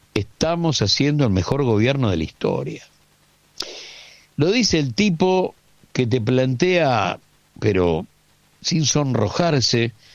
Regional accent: Argentina

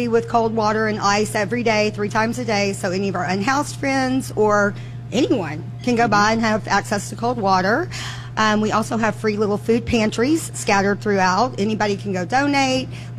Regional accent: Port Neches, Texas, United States; now in Denton, United States; I grew up in Port Neches, Texas, which nobody knows where that's at.

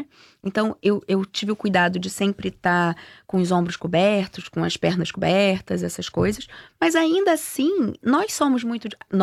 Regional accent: Brazil; now in Europe

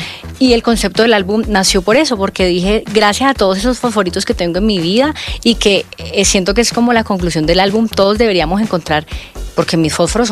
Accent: Colombia; moved away; el vallenato ya no te suena igual que como en Colombia, porque como estás afuera te suena, es como mi tierra, sí, como que cuando estamos fuera de nuestro país, uno valora mucho más todo lo de su país.

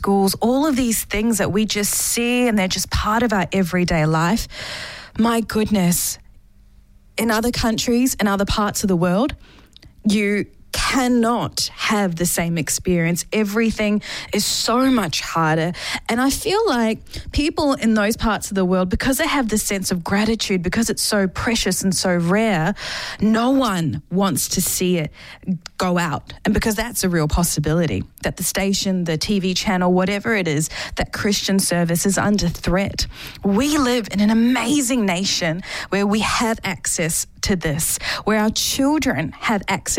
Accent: New Zealand; moved away as an adult; also born or lived in India; now in Australia; I'm originally from India. And moved to New Zealand when I was about 1 year old, and then moved to Australia about 6 years ago now.

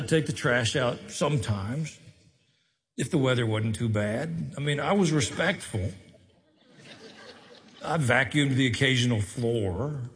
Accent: Tennessee, United States; I grew up in Middle Tennessee. Most of you know that.

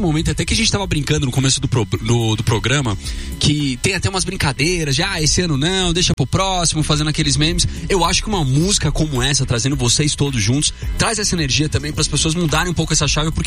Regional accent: Brazil; a gente é brasileiro de verde e amarelo vestido dos pés à cabeça

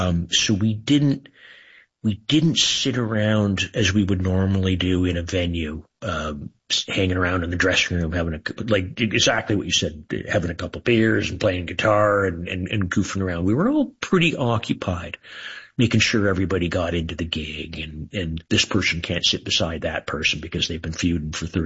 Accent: Kingston, Ontario, Canada; We we're just guys from Kingston, Ontario.

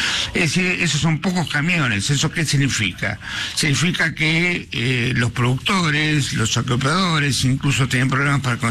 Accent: Argentina; Como los argentinos consumimos más o menos las mismas toneladas todos los años

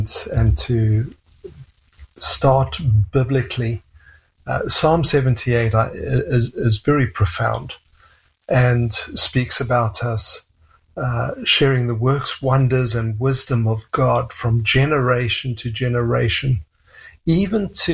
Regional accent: South Africa; accent: South African; moved away as an adult; also born or lived in London, England; now in Canada; I was born in London, England, a Scottish father, an English mother. And when I was a child, we immigrated to South Africa, and that's my accent. I lived in South Africa for 25 years.

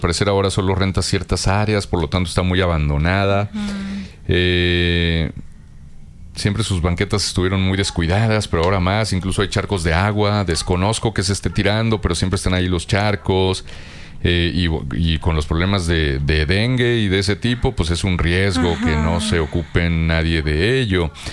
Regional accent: Chihuahua, Mexico; born there; now in Torreón, Mexico; cuando era niño en Chihuahua

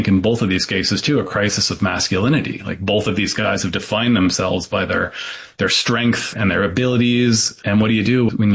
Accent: New York, United States; I tell them I'm from New York, they get this look in their eyes like they know what that means. And I have to say, no, I'm not from that New York.

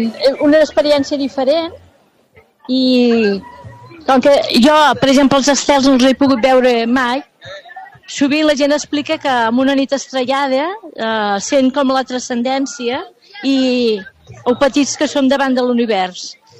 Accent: Reus, Catalonia, Spain; Molta calor. De Reus.

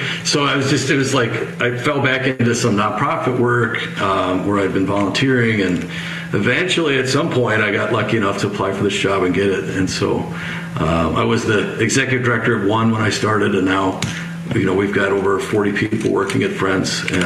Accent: Bartlett, Illinois, United States; now in Chicago, United States; Bartlett. And I went to school district U46, K-12. So it's public schools out there. And now I live on the south side in Beverly in Chicago, and you know, it's pretty far from Bartlett where I grew up

